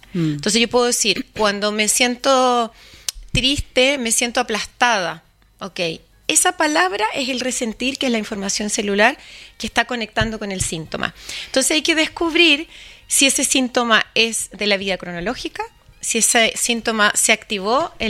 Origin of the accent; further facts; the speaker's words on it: Chile; la sociedad internalizante que somos los chilenos. Somos para adentro.